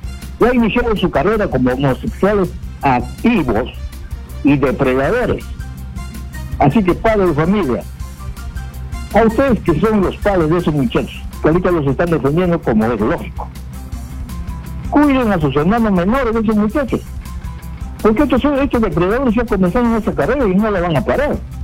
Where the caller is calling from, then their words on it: Lima, Peru; de Soto Lima